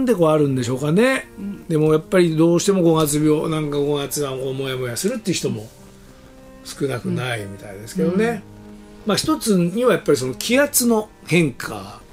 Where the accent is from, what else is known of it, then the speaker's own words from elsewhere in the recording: Hadano, Kanagawa, Japan; now in Tokyo, Japan; やっぱり自分が生まれ育った神奈川県の秦野市を出て東京という、ね、はい、大都会にやってきて